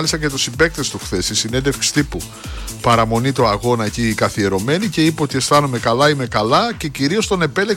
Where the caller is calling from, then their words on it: Zaltbommel, Gelderland, Netherlands; από εδώ που είμαι, από το Ζάλτ Μπόμεν